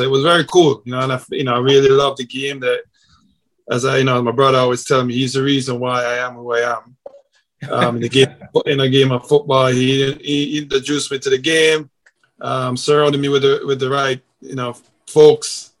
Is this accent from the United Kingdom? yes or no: no; Kingston, Jamaica; now in United States; Yeah, I grew up in Kingston, Jamaica, with, you know, a big family. I'm a family-oriented person. So I grew up in Jamaica. I lived in Kingston, as I said. Went to St. Peter and Paul Prep School.